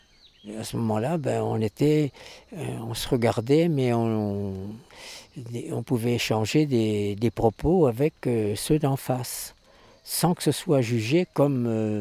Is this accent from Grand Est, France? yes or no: no; Centre-Val de Loire, France; Moi, j'étais de la Touraine.